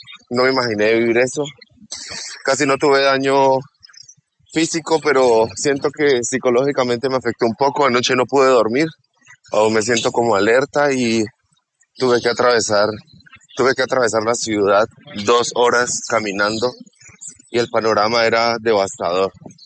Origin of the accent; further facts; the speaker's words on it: Bogotá, Colombia; soy influencer de aquí de Colombia, de la ciudad de Bogotá